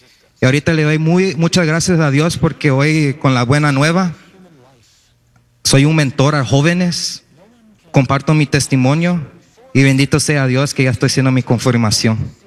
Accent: Los Angeles, California, United States; Soy de aquí de Los Ángeles, California, puede decir que este es mi barrio.

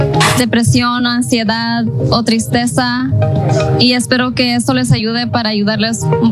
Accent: Los Angeles, California, United States; soy de aquí, de Los Ángeles.

